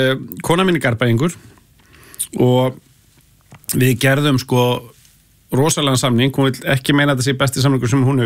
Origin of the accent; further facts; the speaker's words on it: Hafnarfjörður, Capital Region, Iceland; Ég er alin upp í Hafnarfirði ég er haffyrringur í húð og hár